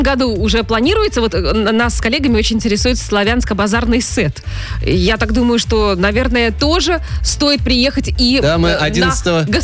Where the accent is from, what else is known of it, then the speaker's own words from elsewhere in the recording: Belarus; мы, белорусы